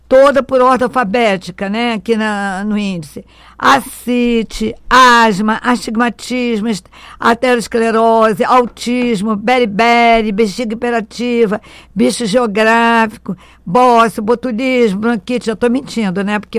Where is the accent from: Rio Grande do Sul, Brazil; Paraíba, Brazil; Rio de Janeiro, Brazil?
Rio de Janeiro, Brazil; accent: chiado carioca; moved away; Eu chio muito, né? Não sei, porque sou carioca.